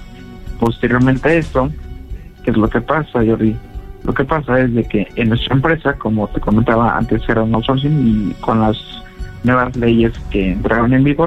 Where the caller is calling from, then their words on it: Puebla, Mexico; soy del estado de aquí de Puebla y prácticamente tengo lo que son 28 años de edad, recién cumplidos.